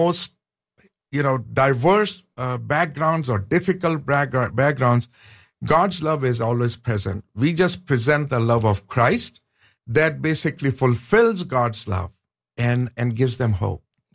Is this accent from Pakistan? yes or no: yes; Pakistan; Sure. Born and raised in Pakistan.